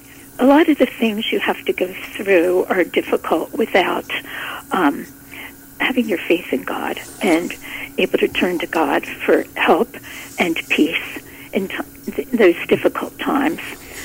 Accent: Philadelphia, Pennsylvania, United States; I am from the Philadelphia area, and my parents are both from, well, now both of them gone, but my parents are from the Philadelphia area

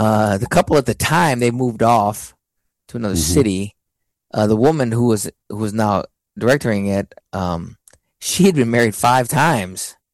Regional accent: San Marcos, Texas, United States; moved away; So I will be closer to where I grew up in San Marcos. My parents lived down there.

